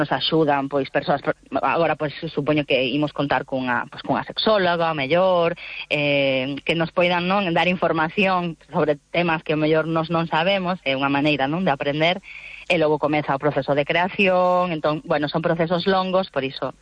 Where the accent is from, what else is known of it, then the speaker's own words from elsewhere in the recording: Galicia, Spain; nós tamén somos creadoras galegas